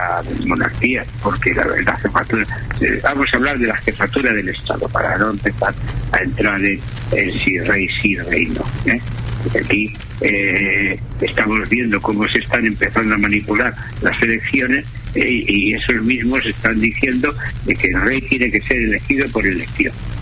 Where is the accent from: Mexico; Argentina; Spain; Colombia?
Spain; Tarragona, Catalonia; born there; Sí, yo que nací en la Imperial Tarraco, que fue la primera capital de Roma, de la Hispania